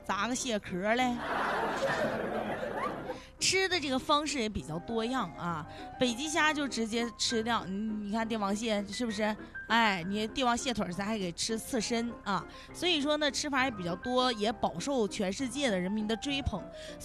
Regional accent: China; 我们中国人

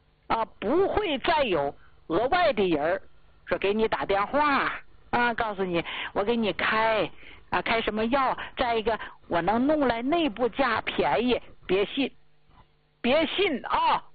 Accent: Northeast China, China; 用咱们东北老家话说

